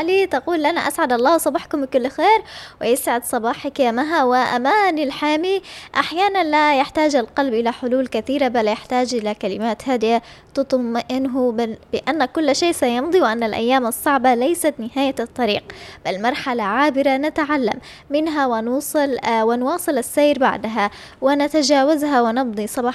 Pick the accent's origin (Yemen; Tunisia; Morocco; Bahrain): Yemen; بصفتي فتاة يمنية أرى أن الحديث عن حقوق الفتاة لا ينبغي أن يقتصر على المناسبات العالمية